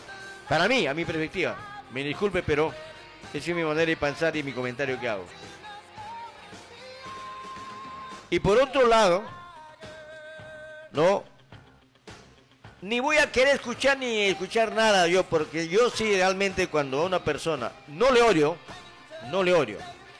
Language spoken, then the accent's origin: Spanish; Peru